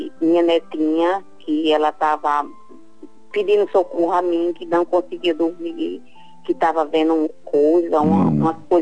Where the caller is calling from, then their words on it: Natal, Rio Grande do Norte, Brazil; Eu falo de Natal, Rio Grande do Norte.